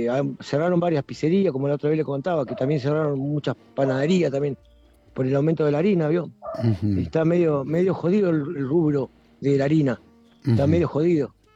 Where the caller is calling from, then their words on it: Lomas de Zamora, Buenos Aires Province, Argentina; Loma de Zamora.